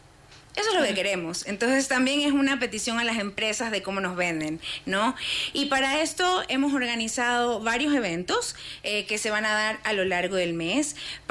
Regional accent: Guayaquil, Guayas, Ecuador; yo soy de Guayaquil, una ciudad donde no puedes tomar el agua de la llave.

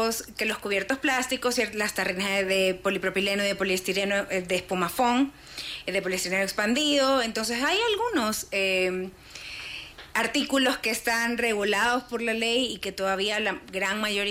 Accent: Guayaquil, Guayas, Ecuador; yo soy de Guayaquil, una ciudad donde no puedes tomar el agua de la llave.

